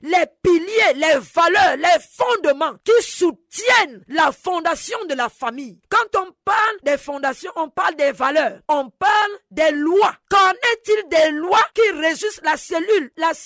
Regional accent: Gabon; pourquoi le problème est récurrent au Gabon chez moi?

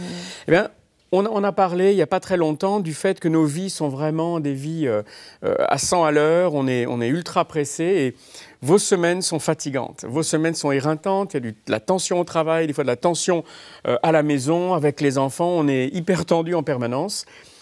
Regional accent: France

